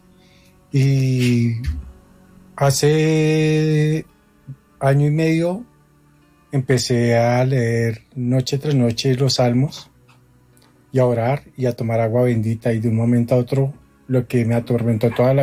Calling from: Zipaquirá, Cundinamarca, Colombia; Desde Zipaquirá

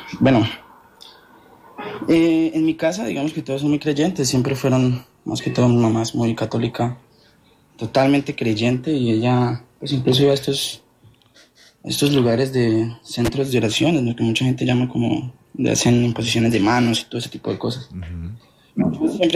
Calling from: Villavicencio, Meta, Colombia; Yo me comunico en la ciudad de Villavicencio.

